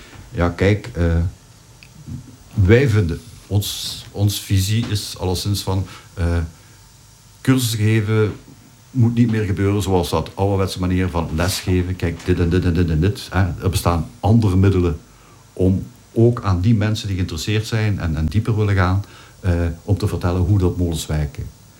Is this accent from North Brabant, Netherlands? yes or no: yes; North Brabant, Netherlands; Ja, dat is eigenlijk. We komen uit de Maasland. En Rauwen Heijzen is ook uit de Maaskant, maar dan aan de andere kant van de Maas.